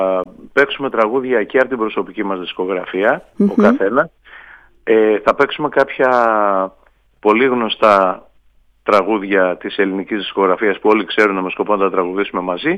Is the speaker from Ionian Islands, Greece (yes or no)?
yes; Kefalonia, Ionian Islands, Greece; Και εγώ σαν Κεφαλονίτης